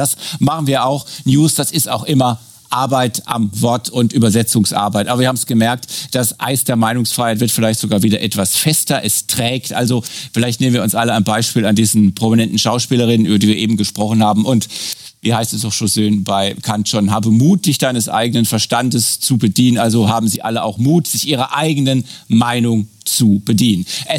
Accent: France; Da würde ich eigentlich als Franzose sagen, was kann da schon schiefgehen? Mon Dieu.

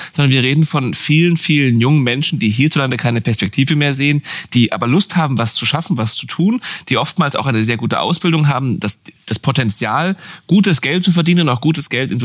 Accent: Berlin, Germany; Als Berliner. Ich kann es verstehen.

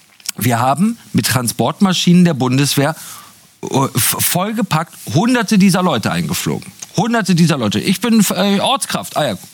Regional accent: Germany; wenn ich als Deutscher aus London wiederkomme

